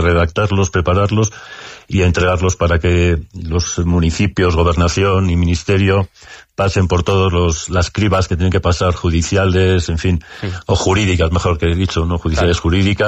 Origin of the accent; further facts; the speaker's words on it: Basque Country, Spain; somos gente de Irún, de Fuenterrabía, de Guipúzcoa en general.